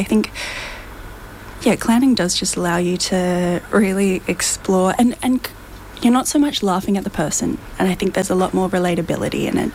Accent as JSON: {"language": "English", "town": "Toowoomba", "region": "Queensland", "country": "Australia", "moved": "yes", "said": "I'm from Toowoomba originally, T-Bar represent"}